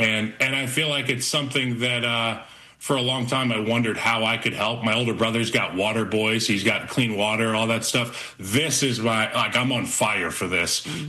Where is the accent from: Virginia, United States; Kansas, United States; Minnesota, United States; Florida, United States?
Virginia, United States; Charlottesville; I grew up in Charlottesville, a massive fan of Mr. Canty.